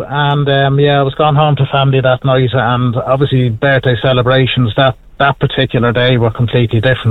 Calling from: Ireland; especially being Irish

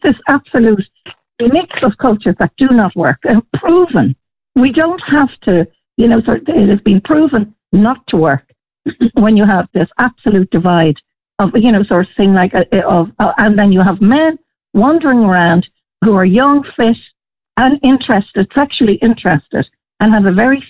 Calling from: Ireland; we as Irish citizens

